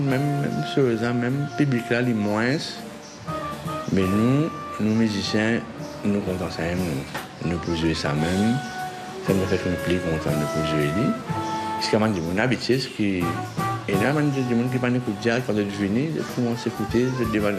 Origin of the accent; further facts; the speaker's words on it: Mauritius; Mais c'est la différence avec Maurice ici, quand on vient de Maurice, bon, ben là, on connaît mon société haut.